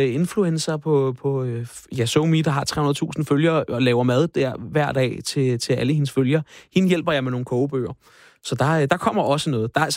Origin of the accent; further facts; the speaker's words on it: Frederiksværk, Capital Region of Denmark, Denmark; Blokhus, Frederiksværk, min gamle, hvor jeg er opvokset.